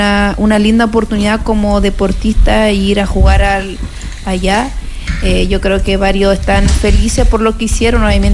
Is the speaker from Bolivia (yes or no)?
no; Chile